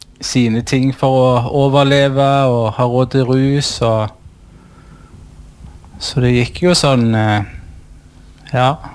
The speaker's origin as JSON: {"language": "Norwegian", "town": "Sandnes", "region": "Rogaland", "country": "Norway", "tie": "born or raised there", "said": "jeg jo fra Sandnes, og jeg ble vel født inn i det."}